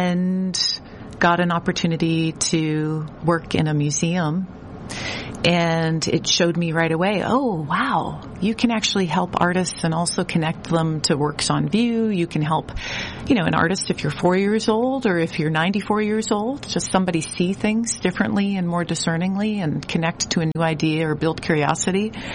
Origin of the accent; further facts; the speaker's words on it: Boston, Massachusetts, United States; Imagine being a little kid growing up in Boston. I grew up in Dorchester.